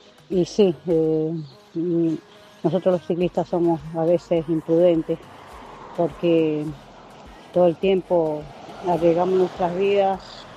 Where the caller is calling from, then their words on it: Buenos Aires, Argentina; yo vivo en Pedrel y voy a Luján todo el tiempo en bicicleta.